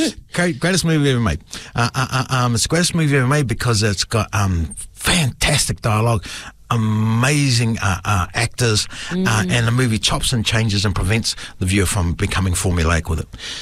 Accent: Whakatane, Bay of Plenty, New Zealand; born there; also born or lived in Matata; I was born in Whakatane.

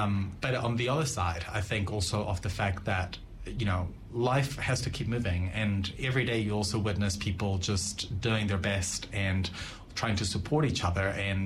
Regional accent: Tijuana, Baja California, Mexico; now in Auckland, New Zealand; growing up in Tijuana

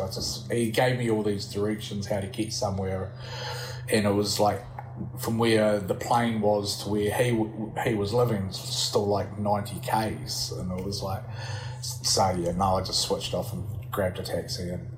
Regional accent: Timaru, Canterbury, New Zealand; I was going back to stay with a guy that I grew up with in Timaru

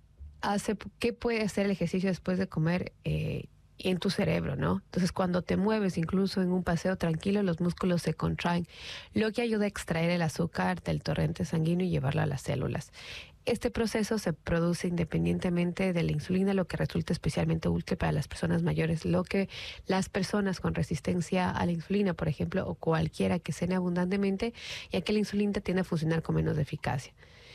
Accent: Galápagos, Ecuador; Una noticia súper bacán también que ocurrió en mi país durante esos últimos meses es que después de 175 años las tortugas gigantes de Galápagos regresaron a casa, al archipiélago donde estuvo Darwin. Para nosotros las Galápagos es parte de nuestra identidad

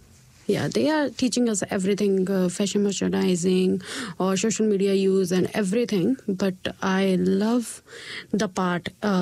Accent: Hoshiarpur, Punjab, India; moved away as an adult; now in New Zealand; in Punjab, I'm from Hoshiarpur

